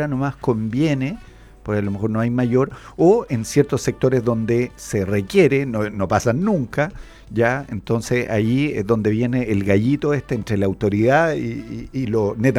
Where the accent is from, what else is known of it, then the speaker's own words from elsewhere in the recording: Biobío, Chile; moved away; pues yo vengo de la región del Biobío, claro, yo llevo 20 años aquí